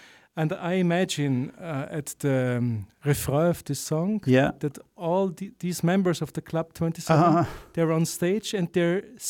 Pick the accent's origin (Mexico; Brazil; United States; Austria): Austria; Vienna; My hometown district.